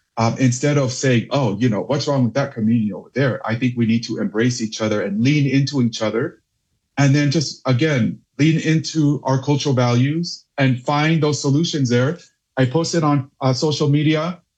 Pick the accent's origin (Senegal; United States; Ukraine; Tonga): Tonga; moved away; the way we grew up in Tonga